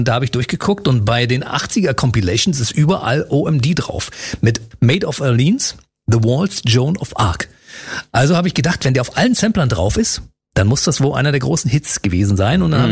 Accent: East Germany, Germany; Ich bin aus dem Osten, wir hatten keine Leopardenhosen, Freunde.

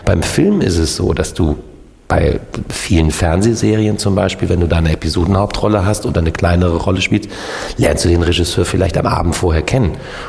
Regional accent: Northern Germany, Germany; Norddeutschland, Digga. Alter, ich habe keinen Akzent, ich habe keinen Dingsbums.

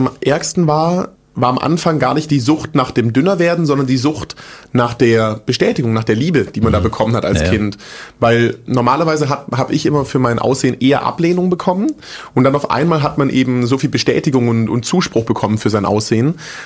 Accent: Großbottwar, Baden-Württemberg, Germany; also born or lived in Stuttgart / Frankfurt; Schwabe, genau. Ich bin in Stuttgart geboren, bin in so einem Kaff aufgewachsen, das heißt Großbottwar. Also will ich da wohnen, was wohnen da 10, 15.000 Leute vielleicht. Bin da mit meiner Family groß geworden, bis ich 10 war.

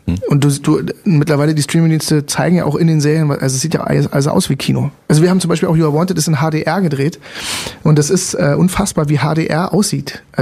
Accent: Germany; ich bin Deutscher

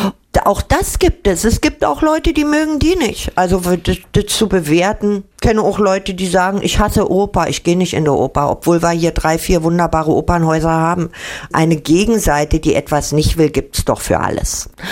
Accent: Berlin, Germany; begreifen, was ich eigentlich als Berlinerin zu bieten habe.

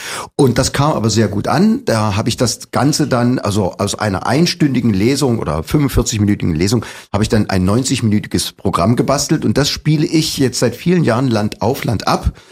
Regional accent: Leipzig, Saxony, Germany; born there; Ich bin gebürtiger Leipziger

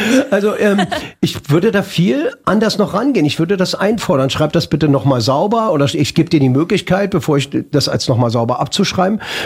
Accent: East Germany, Germany; born there; Wir kommen aus dem Osten.

